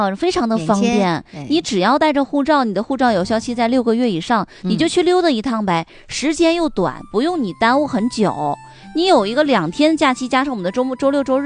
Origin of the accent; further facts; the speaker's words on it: Harbin, Heilongjiang, China; 我们哈尔滨人去很有优势